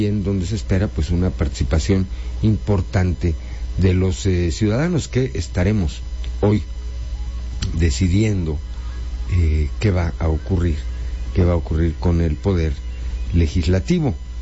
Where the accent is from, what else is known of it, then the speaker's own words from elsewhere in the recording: Coahuila, Mexico; los coahuilenses habremos de elegir a el nuevo Congreso del Estado